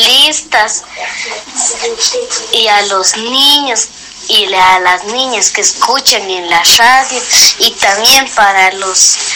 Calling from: Guatemala; estoy escuchando en Simajuleu.

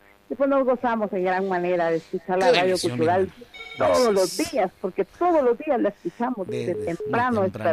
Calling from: Villa Canales, Guatemala Department, Guatemala; Yo le llamo desde Aldea El Durazno, Villa Canales.

